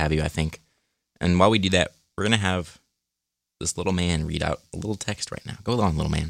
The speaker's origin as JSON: {"language": "English", "region": "Texas", "country": "United States", "said": "We're from Texas. We took Spanish since like, till like 8th grade."}